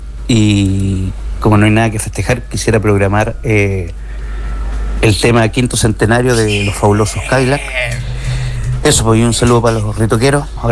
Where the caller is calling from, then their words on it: Valparaíso, Chile; desde Cerro Alegre.